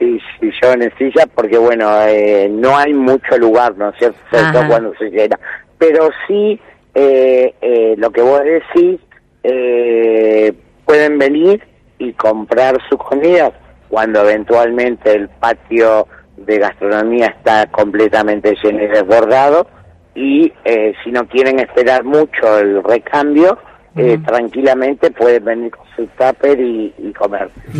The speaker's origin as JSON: {"language": "Spanish", "country": "Argentina", "said": "cómo somos los argentinos y demás"}